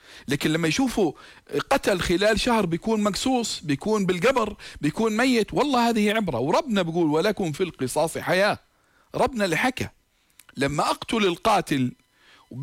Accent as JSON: {"language": "Arabic", "country": "Jordan", "said": "عندنا في الأردن"}